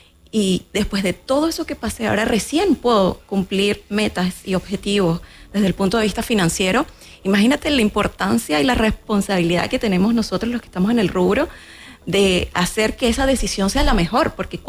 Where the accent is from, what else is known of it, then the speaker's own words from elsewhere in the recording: Venezuela; now in Chile; cuando llegué a Chile. Bueno, porque yo soy de Venezuela